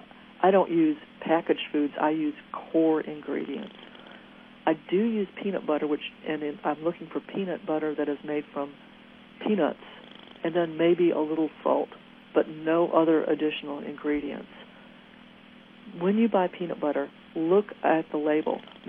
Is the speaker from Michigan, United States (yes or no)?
yes; Michigan, United States; moved away; I'm from Michigan originally, and I grew up completely without any hot peppers.